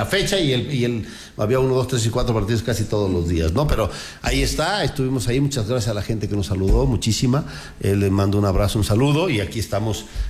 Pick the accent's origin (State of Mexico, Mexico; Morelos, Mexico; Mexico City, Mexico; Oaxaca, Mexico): Morelos, Mexico; Zacatepec; Soy cañero de Zacatepec, soy azucarero, soy morelense, amo mi tierra